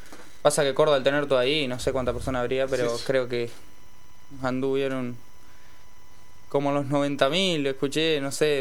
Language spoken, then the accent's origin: Spanish; Uruguay; sería algo muy bueno para tener acá como uruguayo.